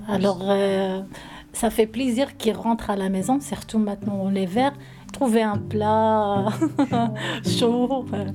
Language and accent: French; Morocco; Je suis une Marocaine, mariée à Gourouillé. J'ai 3 enfants.